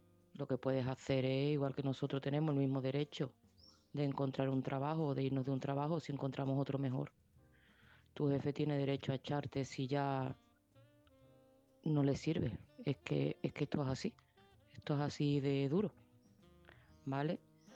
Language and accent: Spanish; Seville, Andalusia, Spain